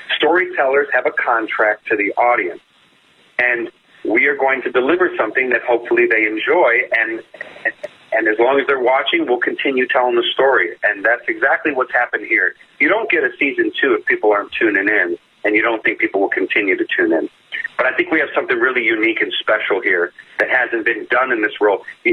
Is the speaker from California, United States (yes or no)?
no; Cleveland, Ohio, United States; moved away; also born or lived in Kansas City, Missouri; I'm from Cleveland